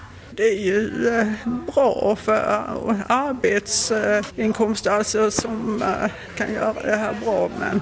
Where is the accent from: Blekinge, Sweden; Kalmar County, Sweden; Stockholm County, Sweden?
Blekinge, Sweden; Karlshamn; sen hörde jag att det var ett område inom Älleholm eller där. Och där är ju min hemtrakt kan man väl säga